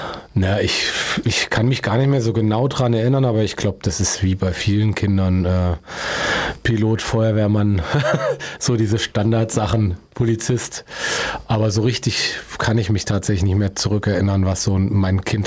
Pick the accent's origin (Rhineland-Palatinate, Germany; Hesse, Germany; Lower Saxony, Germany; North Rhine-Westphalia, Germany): Hesse, Germany; Eschwege; ich bin tatsächlich als Eschweger nicht nach Eschwege in die Schule gegangen, sondern nach Wanfried, weil ich im Stadtteil Niederdünsbach aufgewachsen bin.